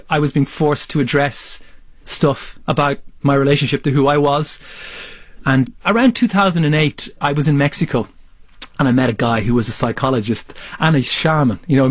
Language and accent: English; Ireland